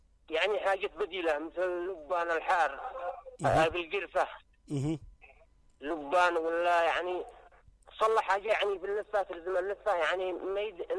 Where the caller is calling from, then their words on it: Yarim, Ibb, Yemen; أنا من يريم.